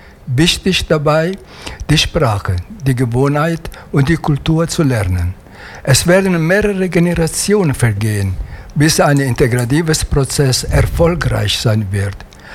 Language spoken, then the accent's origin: German; Italy; now in Düsseldorf, Germany; Die Heimweh sagt mir immer, dass ich Italiener bin. Und das werde ich immer sein.